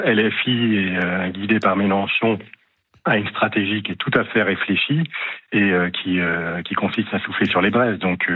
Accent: Nantes, Pays de la Loire, France; moved away as an adult; Moi, j'ai quitté Nantes. Moi, j'ai passé toute mon enfance à Nantes. Je suis parti en 92 pour mes études.

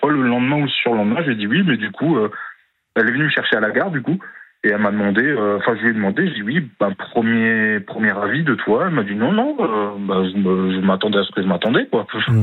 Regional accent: Grand Est, France; Moi, je suis d'Alsace et ma copine, elle est de Vendée.

